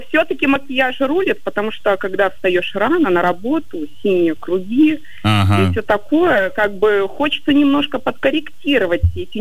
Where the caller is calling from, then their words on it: Saint Petersburg, Russia; Алло, привет … из Санкт-Петербурга.